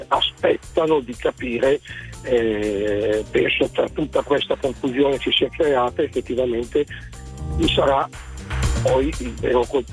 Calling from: Spino d'Adda, Lombardy, Italy; Siamo da Spino d'Adda, in provincia di Cremona.

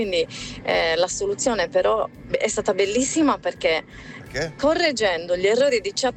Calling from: Cagliari, Sardinia, Italy; da Cagliari.

